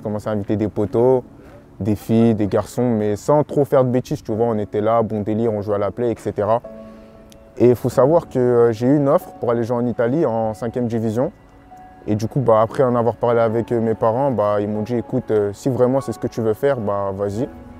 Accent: Togo; Donc moi, voilà, j'ai grandi dans une famille africaine, je suis originaire du Togo

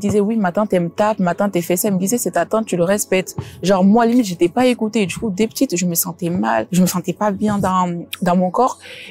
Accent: Guinea; born there; Je suis d'origine guinéenne, je viens d'une famille musulmane très très pratiquante. Je suis née en Guinée.

